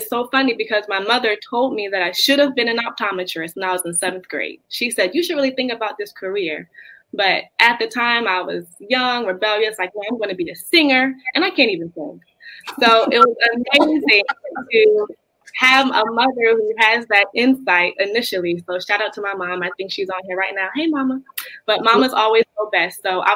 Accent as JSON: {"language": "English", "region": "Pennsylvania", "country": "United States", "tie": "born or raised there", "said": "I always say I'm a small town girl. I grew up in near Hershey, Pennsylvania."}